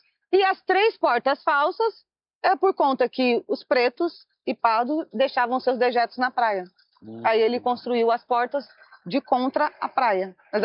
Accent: São Sebastião, Brazil; eu sou nascida e criada em São Sebastião, eu vim conhecer a história quando eu vim trabalhar.

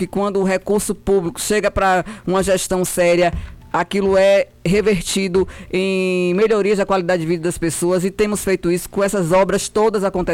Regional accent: Mundo Novo, Bahia, Brazil; meu povo de Mundo Novo, povo da minha terra, o povo que eu nasci e me criei, que eu amo essa terra

